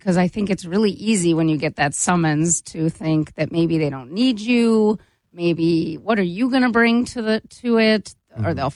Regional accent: Cleveland, Ohio, United States; so I served on a jury in my hometown of Cleveland.

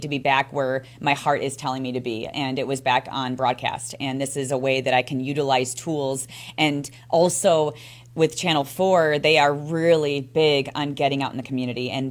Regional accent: Franklin, Wisconsin, United States; now in Waukesha, United States; So, I mean, my heart is always a Southsider. I grew up in Franklin, so that's where my heart always will be.

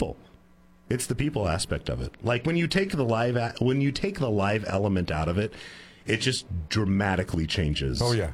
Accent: Fresno, California, United States; moved away as an adult; now in Central Coast, California, United States; I grew up in Fresno.

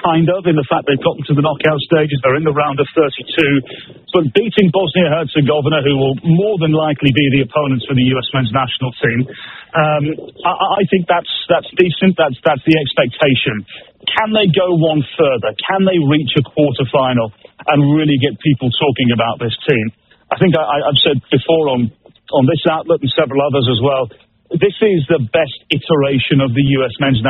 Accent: England, United Kingdom; as an Englishman myself

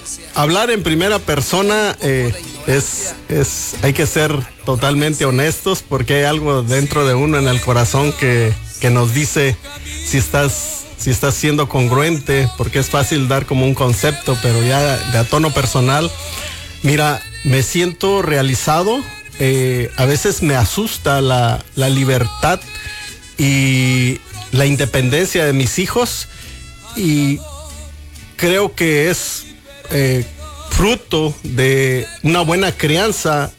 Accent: Ciudad Altamirano, Guerrero, Mexico; also born or lived in Ceibas Altas, Michoacán / Río Palacio, Michoacán; Soy nacido de Ceibas Altas, municipio de San Lucas, Michoacán. Criado en Guerrero, municipio de Ciudad Altamirano, Pungarabato.

